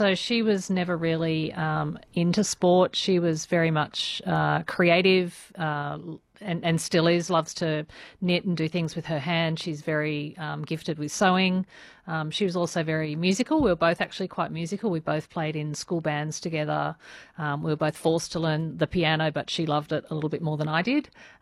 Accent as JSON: {"language": "English", "town": "Sydney", "region": "New South Wales", "country": "Australia", "tie": "born or raised there", "said": "So I was born in Sydney. I grew up on the northern beaches."}